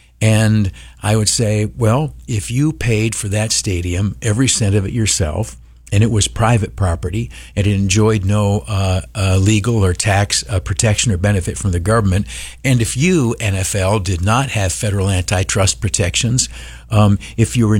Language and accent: English; United States